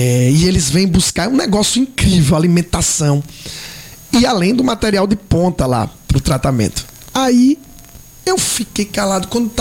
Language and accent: Portuguese; Penedo, Alagoas, Brazil; eu sou de Penedo. Penedo faz divisa com Sergipe.